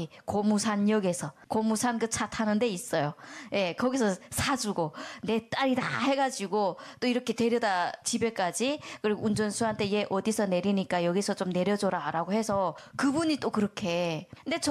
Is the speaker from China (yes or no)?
no; North Korea; moved away; 저는 북한에서 왔잖아요.